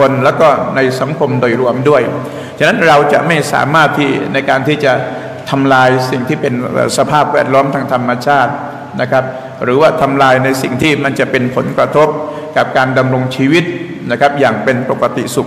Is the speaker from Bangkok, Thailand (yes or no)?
yes; Bangkok, Thailand; ผมพูดถึงคนกรุงเทพเราเนี่ยพวกเราเนี่ยคนคลองชีวิตของเราตั้งแต่สมัยปู่ย่าตายายของเรามานะครับผูกพันกับน้ำผูกพันกับลำคลองมาโดยตลอด